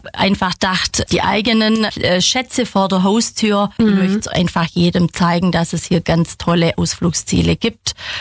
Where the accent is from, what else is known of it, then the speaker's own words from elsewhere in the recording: Rottenacker, Baden-Württemberg, Germany; moved away as an adult; now in Biberach, Germany; ich bin ja gebürtig aus Rottenacker, also bei Ehingen. Und frisch nach Biberach gezogen.